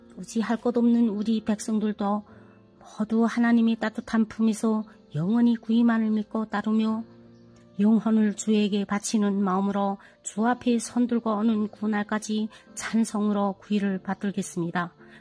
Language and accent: Korean; Chongjin, North Hamgyong, North Korea; 저는 청진시 포항구요 북향동에서 온